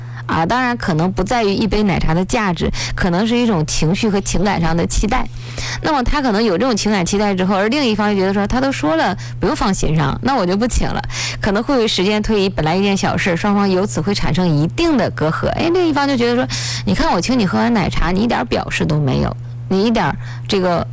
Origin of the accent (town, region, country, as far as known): China